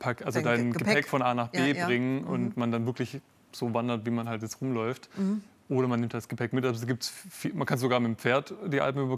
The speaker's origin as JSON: {"language": "German", "region": "Vorarlberg", "country": "Austria", "said": "Also bei uns im Ländle kann man ja jetzt nicht endlos Höhenmeter machen."}